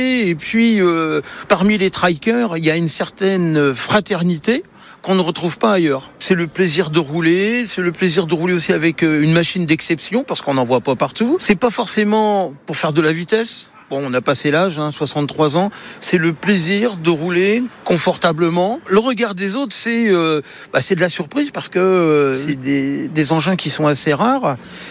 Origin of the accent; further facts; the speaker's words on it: Le Mans, Pays de la Loire, France; now in Saint-Corneille, France; j'ai 63 ans et je suis natif du Mans. Et j'habite Saint-Cornagne, un petit village à côté de Savigny-l'Évêque, à l'est du Mans.